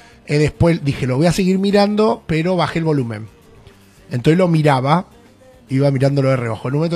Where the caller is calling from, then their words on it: Argentina; Pero obviamente soy argentino